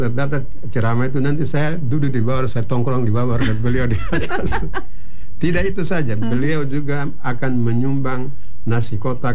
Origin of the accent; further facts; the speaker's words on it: Fakfak, West Papua, Indonesia; kita orang Fakfak